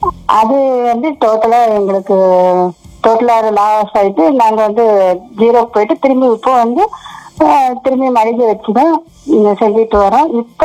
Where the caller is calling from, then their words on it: Harur, Tamil Nadu, India; நான் அரூர்ல இருந்து பேசுறேன்.